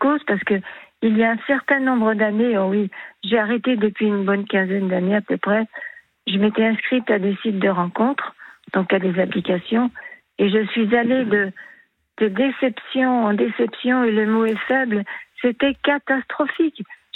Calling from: Aix-les-Bains, Auvergne-Rhône-Alpes, France; J'habite en Savoie, à Aix-les-Bains.

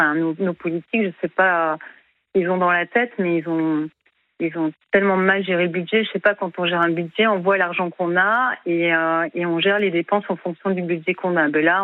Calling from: Nouvelle-Aquitaine, France; Je suis en Nouvelle-Aquitaine, je suis au nord de Bordeaux, à 40 km à peu près. Je travaille à Saint-Savin, je suis à un quart d'heure, déjà 15 km de mon domicile.

